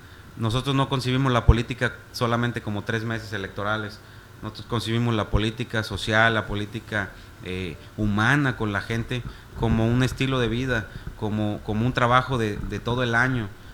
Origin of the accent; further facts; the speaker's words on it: San Felipe, Mexico; yo sí quiero que mis hijos vuelvan a nadar en los arroyos de mi pueblo